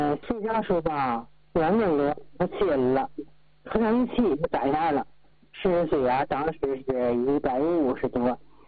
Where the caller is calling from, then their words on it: Tianjin, China; 我家是天津沿河。